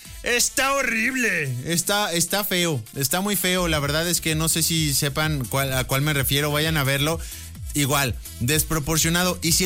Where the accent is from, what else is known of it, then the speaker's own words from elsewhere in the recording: Aguascalientes, Mexico; somos de Aguascalientes